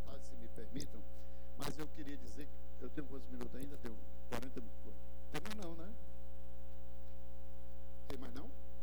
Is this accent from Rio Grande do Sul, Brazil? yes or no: no; Massapê, Ceará, Brazil; Aqui eu vou me referir um pouquinho à minha terra, Massapê